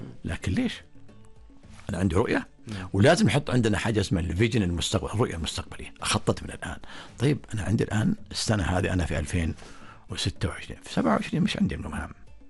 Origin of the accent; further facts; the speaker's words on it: Oman; أنا أبدع لأني عماني، أنا أبدع لأني خليجي